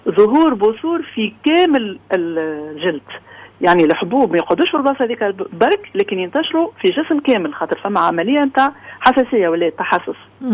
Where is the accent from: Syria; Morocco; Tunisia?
Tunisia; accent: Tunisian; بلهجتنا احنا التونسية